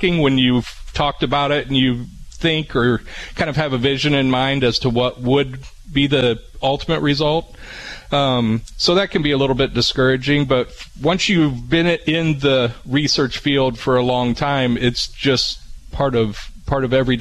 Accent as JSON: {"language": "English", "town": "Dawson", "region": "Illinois", "country": "United States", "tie": "born or raised there", "said": "From Springfield area. So, I grew up in Dawson, Mechanicsburg area."}